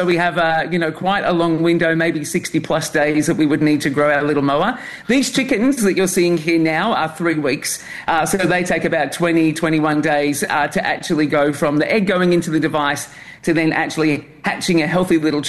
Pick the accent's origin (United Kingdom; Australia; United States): Australia; my home country of Australia